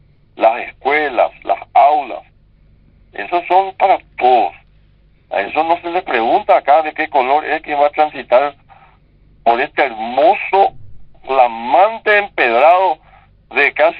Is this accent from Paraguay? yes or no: yes; San Estanislao, San Pedro, Paraguay; en mi pueblo, en mi distrito, en Santaní